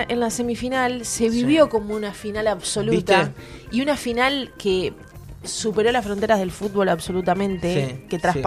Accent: Argentina; lo digo como orgullosamente argentina que soy.

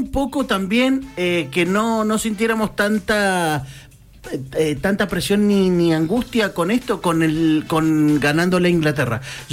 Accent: Argentina; Eso somos los argentinos.

